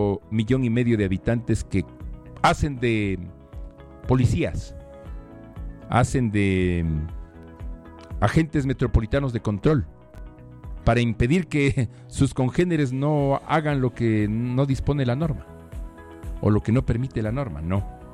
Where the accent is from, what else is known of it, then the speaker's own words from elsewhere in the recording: Quito, Pichincha, Ecuador; soy servidor público municipal y soy ciudadano de Quito. Estoy en las dos orillas.